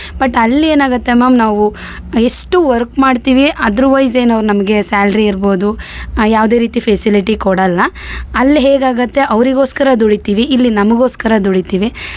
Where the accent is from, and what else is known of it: Shivamogga, Karnataka, India